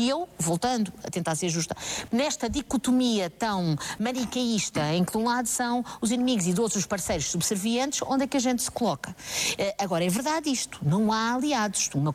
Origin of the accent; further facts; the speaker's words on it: Portugal; Eu sinto-me embaraçada enquanto portuguesa.